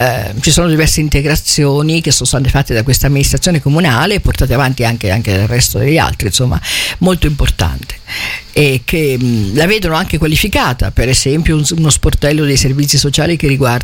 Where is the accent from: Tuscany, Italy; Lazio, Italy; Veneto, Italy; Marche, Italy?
Marche, Italy; Pollenza; ma per il nostro paese, il mio paese Pollenza, come ogni anno in estate a luglio, il giovedì di luglio, curiamo da 5 anni una rassegna che si chiama Il Nome Perduto.